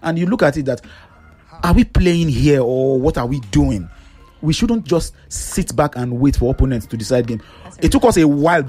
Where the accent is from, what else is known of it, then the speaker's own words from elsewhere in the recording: Nigeria; as a Nigerian